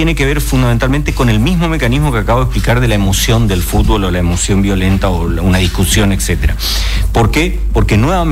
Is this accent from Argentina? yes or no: yes; Argentina; nos llaman como argentinos